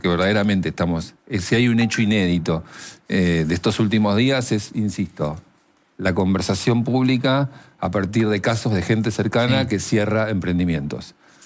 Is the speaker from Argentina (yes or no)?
yes; Argentina; Y además somos Argentina, y en Argentina pasan cosas que merecen ser destacadas.